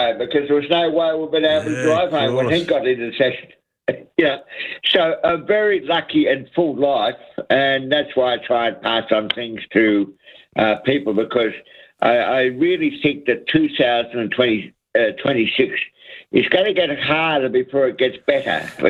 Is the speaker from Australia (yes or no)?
yes; Australia; I'm a bushy, I'm a battler, and I'm Australian, and I've never seen the grass greener.